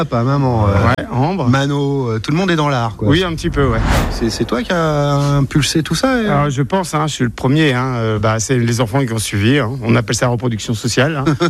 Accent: Centre-Val de Loire, France; now in Normandy, France; On n'est pas vraiment normands. Mes enfants sont normands parce qu'ils sont nés en Normandie, mais nous, on vient du Loir-et-Cher.

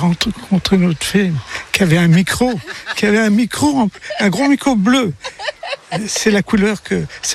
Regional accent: Nevers, Bourgogne-Franche-Comté, France; also born or lived in Paris; now in Anglet, France; À Paris d'abord, et puis ma jeunesse dans le Nivernais, parce que je suis de Nevers.

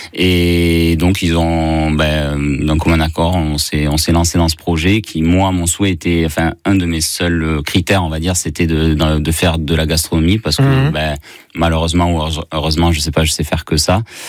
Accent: Toulouse, Occitanie, France; moved away as an adult; Je viens de Toulouse à la base et j'ai fait le lycée hôtelier à Toulouse.

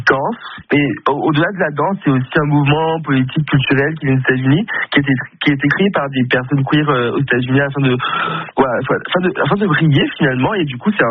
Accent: Martinique; Makoumé, ça signifie PD en créole, parce que j'ai grandi en Martinique, comme tu viens de dire. Et j'ai grandi en Martinique

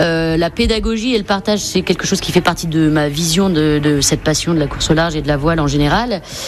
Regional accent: Granville, Normandy, France; born there; Je suis pas née à Granville, mais je suis arrivée ici en classe de CE2 ou CE1.

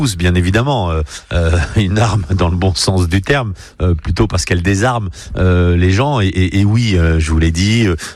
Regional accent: France; lorsque l'on est français

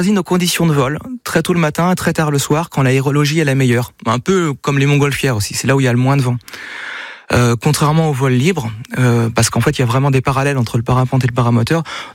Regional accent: Pays de la Loire, France; Je suis originaire de Vendée, mais j'ai fait un voyage quand j'avais 20 ans à La Réunion.

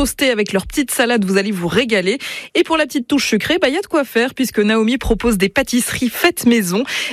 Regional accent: Nouvelle-Aquitaine, France; chez nous en Charente

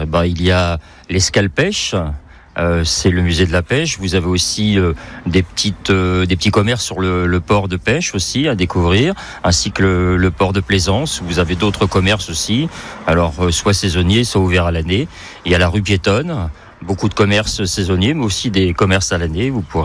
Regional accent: Saint-Gilles-Croix-de-Vie, Pays de la Loire, France; born there; moved away; Oui, je suis Croix-de-Vie même, né à Saint-Gilles-Croix-de-Vie.

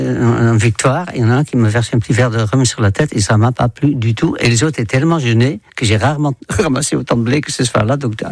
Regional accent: Netherlands; French is a second language; moved away as an adult; Et j'ai quitté les Pays-Bas quand j'avais 21 ans, donc ça fait 61 ans.

